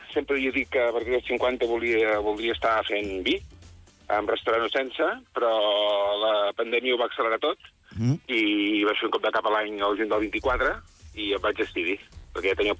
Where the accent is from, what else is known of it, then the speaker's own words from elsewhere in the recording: Catalonia, Spain; Jo sóc de l'Alt Empordà, doncs … és dins del mar hi ha una sirena, vora mar hi ha un pastor.